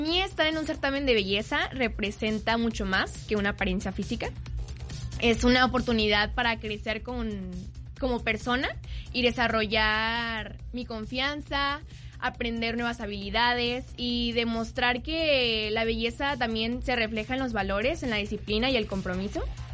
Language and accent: Spanish; Veracruz, Mexico; me gusta mucho bailar, me gusta mucho cantar, porque veracruzana.